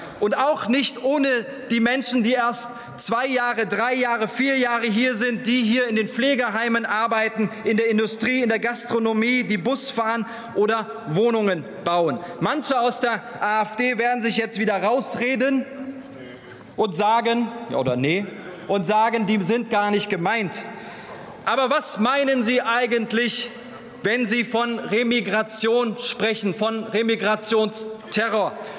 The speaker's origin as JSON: {"language": "German", "town": "Krefeld", "region": "North Rhine-Westphalia", "country": "Germany", "moved": "yes", "said": "Ich komme ursprünglich aus Krefeld."}